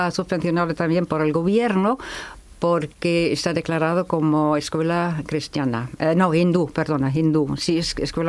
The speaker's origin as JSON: {"language": "Spanish", "country": "Germany", "moved": "yes", "said": "yo soy alemana."}